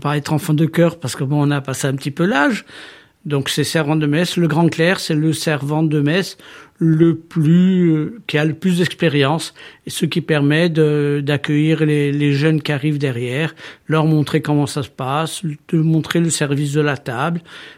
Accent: Coutoli, Corsica, France; now in Ajaccio, France; je suis originaire de Coutoli. J'ai grandi à Coutoli jusqu'à peu près l'âge de 8-9 ans. Avant de descendre sur Ajaccio, mais tout en restant toutes les grandes vacances et toutes les vacances tout court chez mes parents travaillant.

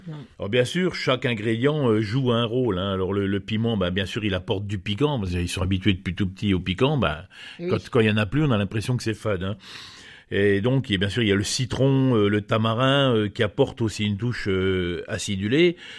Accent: France

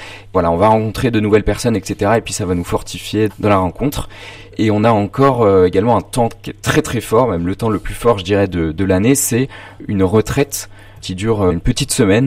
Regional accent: Poissy, Île-de-France, France; moved away as an adult; now in Reims, France; Alors moi, j'ai grandi à Poissy, donc dans les Yvelines. J'ai fait une licence en design à Paris. Et pour mon master, je suis venu à Reims, donc toujours en design. Donc je suis à l'ESA de l'école d'art et de design, qui est rue Libergier.

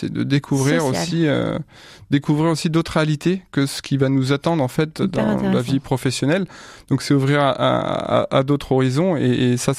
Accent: Chavagnes-les-Redoux, Pays de la Loire, France; Je suis originaire de Chavagnes-l'Herdoux, autour de Pouzauges, donc en Vendée, dans le bocage vendéen.

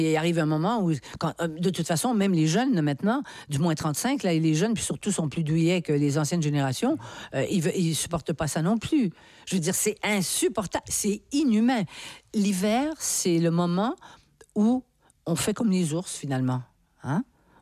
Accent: Quebec, Canada; Oui, nous sommes des Nord-Américains. Ça je m'en suis rendu compte en arrivant ici.

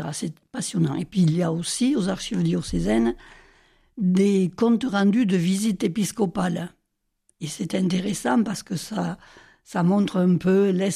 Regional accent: Viterbe, Occitanie, France; dans les archives de Viterbe, puisque c'est mon village natal.

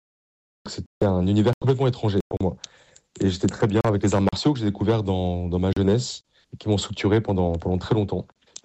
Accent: Paris, Île-de-France, France; Et même si j'ai grandi à Paris, mais j'ai beaucoup de cousins dans le sud-ouest

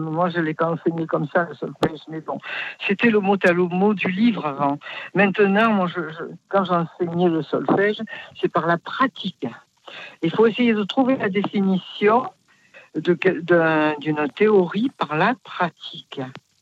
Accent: Poitiers, Nouvelle-Aquitaine, France; now in Marseille, France; Je suis native de Poitiers.

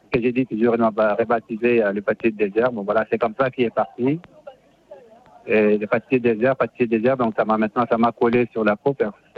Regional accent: Algeria; moved away as an adult; now in Montpellier, France; Et puis, quand j'ai quitté l'Algérie, je suis venu en France et je me suis retrouvé à Montpellier.

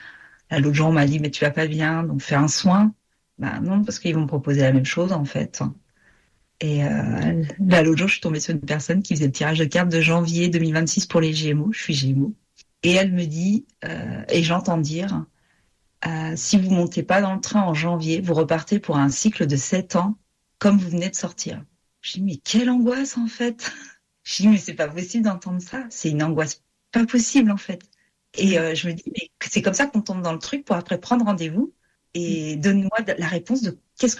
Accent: Pays de la Loire, France; Ulrich, c'est le pasteur de l'église que l'on a chez nous en Vendée.

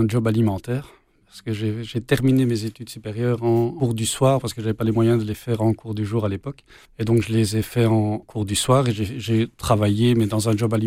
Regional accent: Brussels, Brussels-Capital Region, Belgium; je suis né à Bruxelles, j'ai vécu toute mon enfance à Bruxelles en fait, et dans une famille ou dans des situations pas de grande richesse, on va dire même plutôt de pauvreté

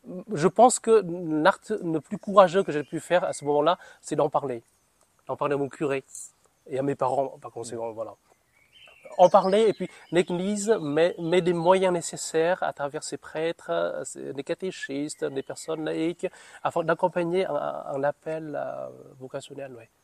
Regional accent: Northern Vietnam, Vietnam; now in France; Alors je viens du Vietnam, du nord du Vietnam, il y a presque 20 ans.

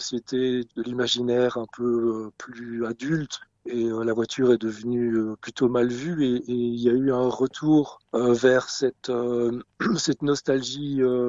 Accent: Belgium; Alors moi, en tant que Belge, nous, notre lucarne vers les 24 heures du Mans, c'était Jacques X, bien sûr, puisque moi, j'étais gamin dans les années 70-80

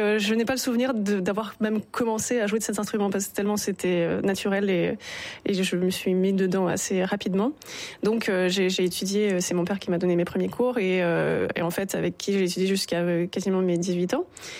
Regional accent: Lyon, Auvergne-Rhône-Alpes, France; je suis née à Lyon et j'ai grandi et fait ma scolarité à Lyon.

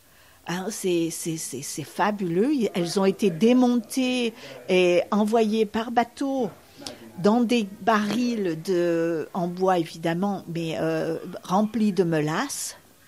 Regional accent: Saint-Paul-de-Vence, Provence-Alpes-Côte d'Azur, France; moved away as an adult; also born or lived in Nice; now in Key West, United States; je suis du sud de la France. Je suis née à Nice et élevée à Saint-Paul-de-Vence, donc j'aimais le soleil et la mer.

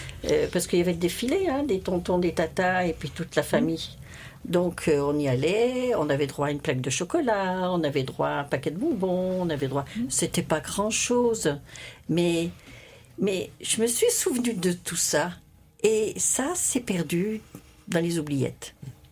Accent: Grand Est, France; Mais moi, je suis une pure Lorraine.

